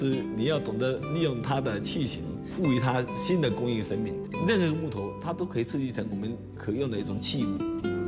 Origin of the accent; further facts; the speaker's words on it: Quanzhou, Fujian, China; 我来自泉州前港，偏移古田交界处，走出来很多雾，把我认为是莆田人。我都会跟他解释一下我前州的身份。